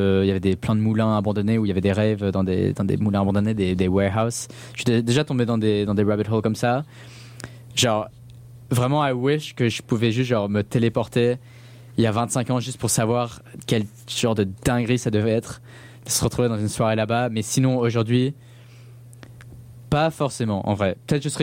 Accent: Blackburn, North West England, United Kingdom; parce que j'ai grandi à Blackburn, c'est vraiment un patelin.

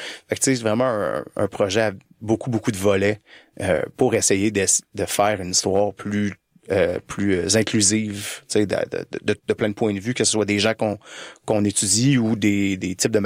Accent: Laval, Quebec, Canada; born or raised there; now in Montreal, Canada

